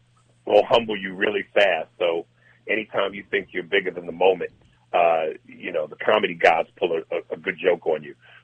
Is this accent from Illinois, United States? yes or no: no; New York, United States; also born or lived in New Jersey; Oh, no, being from the East Coast, growing up in New York and New Jersey, definitely played a part in that. So I'm glad my roots are where they were.